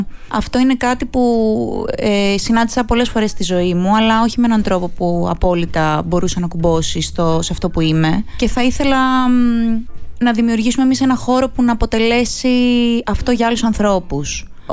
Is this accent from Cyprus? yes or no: no; Greece; δεν είναι μια δική μας κουλτούρα σαν Έλληνες